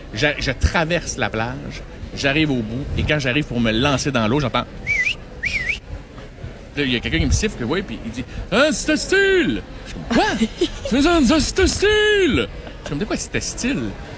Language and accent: French; Quebec, Canada; accent: Québécois; Mais lui, il a compris une bonne place avec mon accent québécois.